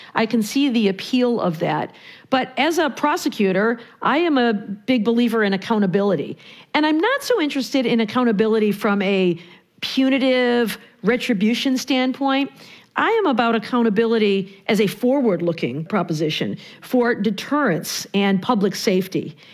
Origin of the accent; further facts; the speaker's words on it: Michigan, United States; You know, I come from Michigan, where we revere our only ever president of the United States, Gerald Ford.